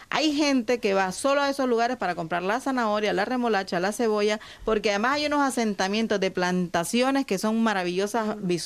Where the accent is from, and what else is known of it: Nicaragua; moved away